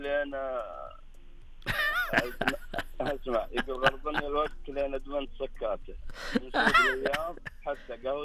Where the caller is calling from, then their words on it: Mecca, Makkah Province, Saudi Arabia; والله من مكة.